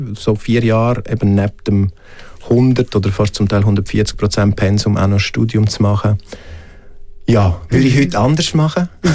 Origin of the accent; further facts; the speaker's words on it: Graubünden, Switzerland; moved away; als ich dann weg bin aus dem Engadin und dann auf Zürich bin, dort sind eher die heftigeren Abstürze dann gekommen.